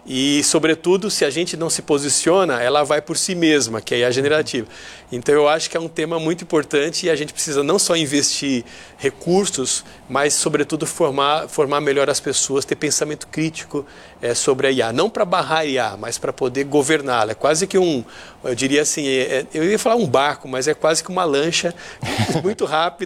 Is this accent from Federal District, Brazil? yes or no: no; Rio de Janeiro, Brazil; now in São Paulo, Brazil; O problema, eu venho do Rio de Janeiro, um grande problema da cidade e da sociedade carioca, não só, né? Aqui em São Paulo também.